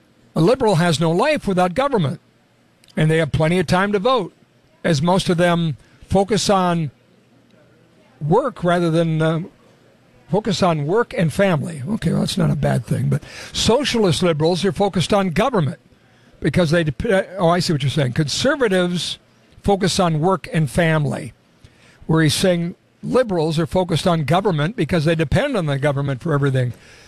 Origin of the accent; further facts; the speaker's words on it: Montevideo, Minnesota, United States; born there; moved away; also born or lived in Huron, South Dakota; I grew up in Montevideo, Minnesota, before I was in here, after I was in Huron